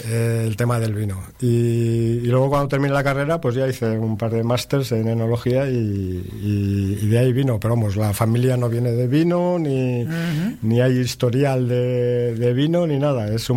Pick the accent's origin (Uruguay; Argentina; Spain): Spain; San Sebastián, Basque Country; moved away as an adult; now in La Rioja, Spain; Yo soy de San Sebastián. Yo soy nacido en San Sebastián y hasta los 18 años en San Sebastián. Luego ya me fui a estudiar, claro, fuera. Uh-huh. Y a los 18 ya soy medio riojano, porque llevo más tiempo en La Rioja que en San Sebastián.